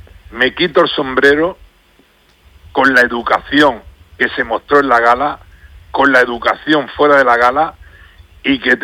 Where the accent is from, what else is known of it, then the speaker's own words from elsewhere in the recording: Balearic Islands, Spain; Para mí Mateu Ferrer era más que Lamine Yamal en ese momento, como mallorquín